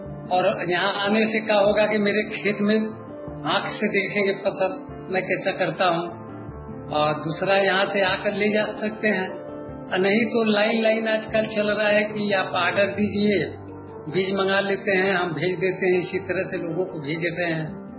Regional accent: Tadiya, Uttar Pradesh, India; हमारा गांव … ग्राम टड़िया, पोस्ट ढढोरपुर, आराजी लाइन, जखनी रोड, जिला वाराणसी, उत्तर प्रदेश

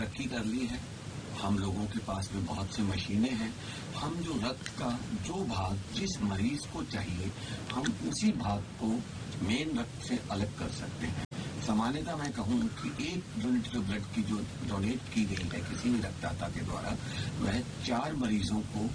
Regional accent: Jaipur, Rajasthan, India; मैं जयपुर से आया हूँ यहाँ पर।

